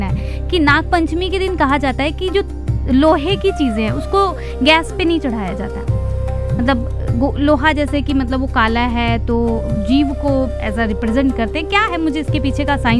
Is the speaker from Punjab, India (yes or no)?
yes; Punjab, India; moved away; मेरा बचपन जो है पंजाब में बीता है